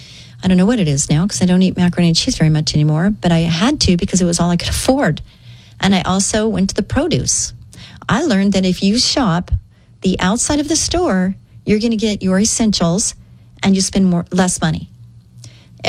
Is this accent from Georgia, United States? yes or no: no; California, United States; born or raised there